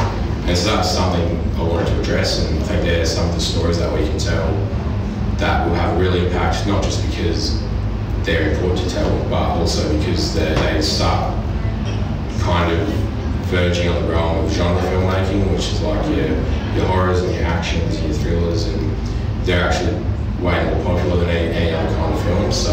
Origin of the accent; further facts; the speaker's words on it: Kalgoorlie, Western Australia, Australia; moved away as an adult; now in Adelaide, Australia; I grew up on the west coast on Wurundjeri country, Shirley Bay, Sojourner. My mom was Wongatha, so I grew up in Kalgoorlie. Went back and lived on country after school, and then came to Adelaide to study.